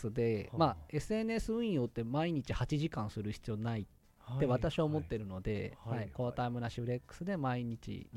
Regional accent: Toyama, Japan; 私富山県出身なんですけど

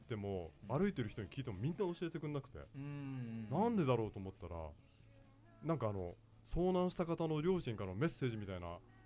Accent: Tokyo, Japan; born there; 都会東京で生まれたから、はいはいはい、自然に憧れてて

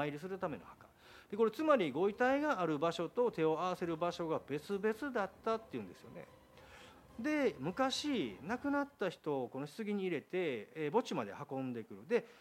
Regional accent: Higashiosaka, Osaka, Japan; now in Kyoto, Japan; もともとはね先ほどもお伝えした通り東大阪、先ほどお伝えしたかどうかは忘れましたけども、大阪生まれなんですよね、大阪育ちで。でも今はね人生の半分以上京都で育ってる

